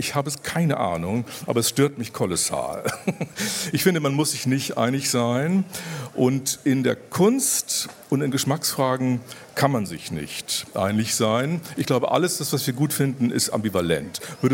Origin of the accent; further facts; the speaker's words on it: Bremen, Germany; Also ich komme ja aus Bremen